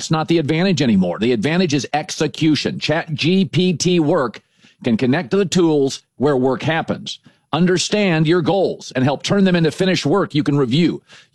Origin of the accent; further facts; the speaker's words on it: West Coast, United States; I mean, I grew up on the West Coast.